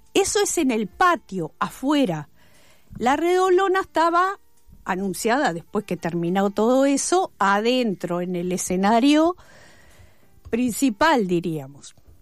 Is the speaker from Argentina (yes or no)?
yes; Buenos Aires, Argentina; no somos murga uruguaya, no somos murga porteña, no sé lo que somos. Yo le dije, vos escuchala y después decís qué te parece. Está muy bueno esto de que la gente vea que podemos mezclar y no perdemos identidad ni nada, somos del barrio Almagro